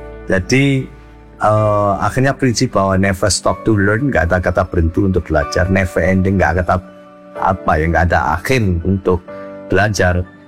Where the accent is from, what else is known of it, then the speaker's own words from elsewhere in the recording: Batu, East Java, Indonesia; Saya ini orang asli Desoas. Jadi saya tinggal di Desa Sisir, Kecamatan Batu. Waktu itu belum menjadi Kota Batu ya.